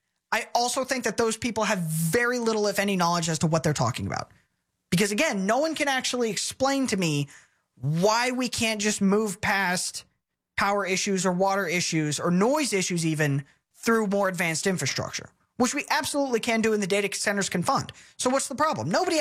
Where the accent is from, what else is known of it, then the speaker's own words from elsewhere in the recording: Texas, United States; I'm a Texan. We have some of the prettiest, if not the prettiest, land in the country.